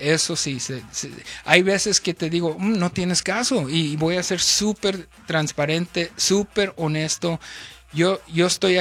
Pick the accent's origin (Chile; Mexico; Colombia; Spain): Mexico; northern Mexico; also born or lived in Tijuana / Los Angeles; now in United States; Chihuahua, Chihuahua. Ah, pero somos norteños.